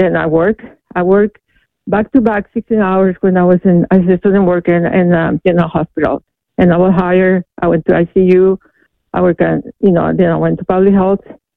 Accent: El Salvador; English is a second language; moved away as an adult; also born or lived in Texas / California; now in United States; You know, I'm an immigrant. I'm from Salvador. When I came to America, my cousin asked me to come and help me.

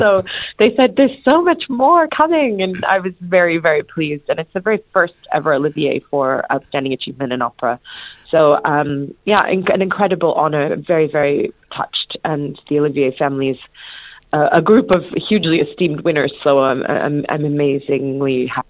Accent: Melbourne, Victoria, Australia; But it's wonderful to be back and wonderful to be back in my hometown of Melbourne.

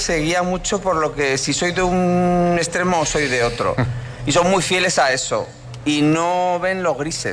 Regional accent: Pamplona, Navarre, Spain; now in Maspalomas, Spain; Yo soy de Pamplona.

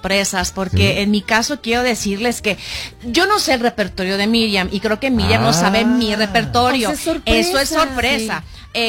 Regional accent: Veracruz, Mexico; como buena jarocha, yo quiero picantito.

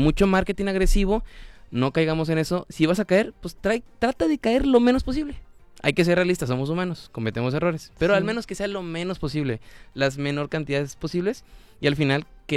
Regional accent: Monterrey, Nuevo León, Mexico; Prefiero, mira, una carnita asada como buen regio.

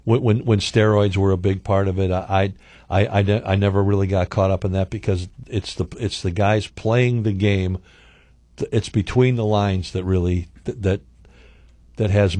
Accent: Chicago, Illinois, United States; Growing up in the Chicago area

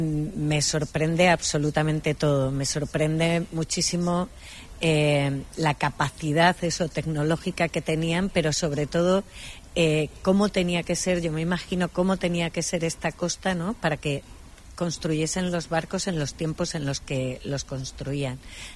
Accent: Cáceres, Extremadura, Spain; now in Basque Country, Spain; Yo soy de Cáceres y aquí estoy

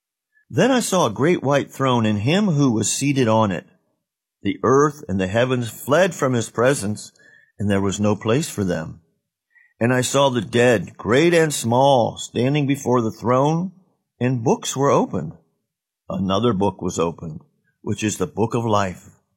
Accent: Ohio, United States; I grew up near the Tuscarawas River

